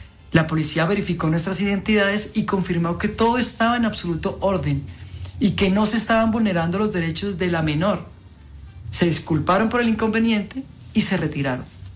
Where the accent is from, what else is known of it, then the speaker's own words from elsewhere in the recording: Colombia; soy actor colombiano.